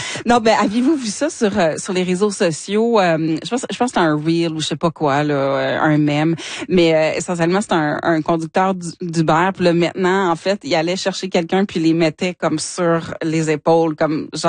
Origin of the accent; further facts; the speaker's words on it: Hearst, Ontario, Canada; Bon, sans surprise, mon village natal, ma petite ville natale, 1,99,9